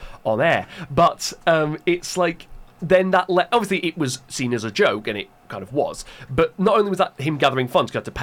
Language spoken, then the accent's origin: English; Doncaster, Yorkshire and the Humber, United Kingdom; moved away; I'm from Doncaster originally